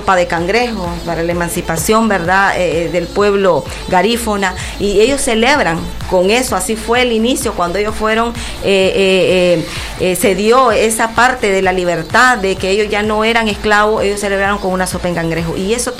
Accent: Nicaragua; al final todos somos nicaragüenses.

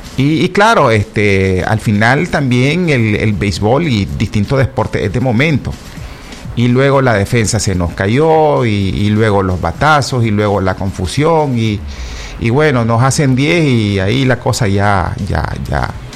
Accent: Nicaragua; soy Nica y me gusta que ganen los equipos nicas

